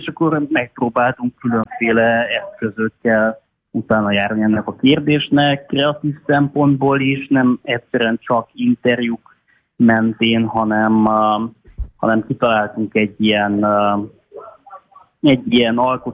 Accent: Transylvania, Romania; gyerekként én egy erdélyi faluban nőttem fel

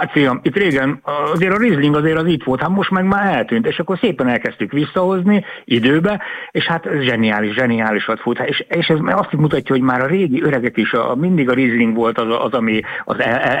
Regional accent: Lake Balaton, Hungary; born there; Igen, igen, hát egy ikonikus helye Magyarországnak, úgyhogy én úgy értem, hogy én nagyon jó helyre születtem, ugyanis itt születtem

